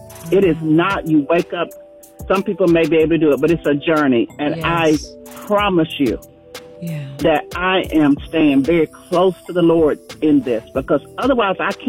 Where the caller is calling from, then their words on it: United States; I'm calling from Douglas County.